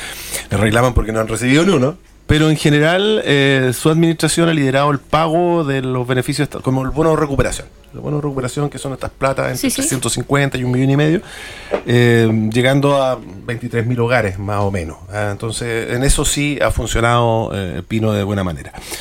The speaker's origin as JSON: {"language": "Spanish", "country": "Chile", "said": "Aun cuando me corresponde como un chileno más"}